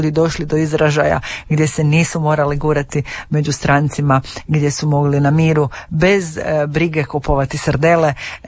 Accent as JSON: {"language": "Croatian", "town": "Premantura", "region": "Istria County", "country": "Croatia", "tie": "born or raised there", "said": "Odrasla sam u Premanturi na Rt Kamenjaku i sjećam se kako je to bilo nekad"}